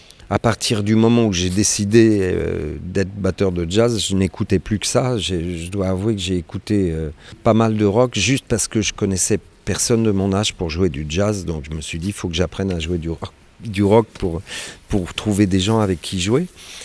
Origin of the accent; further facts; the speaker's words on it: Rennes, Brittany, France; Mais en même temps, j'ai grandi à Rennes.